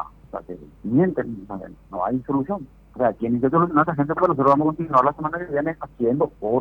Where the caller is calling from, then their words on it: Asunción, Paraguay; Nosotros estamos en Asunción, yo soy italiano de Asunción, y digamos, una cuadra más es Fernando de la Mora.